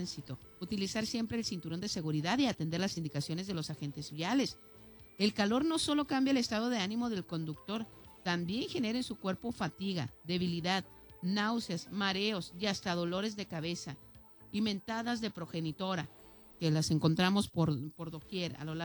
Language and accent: Spanish; Ciudad Juárez, Chihuahua, Mexico; a quienes somos originarios de aquí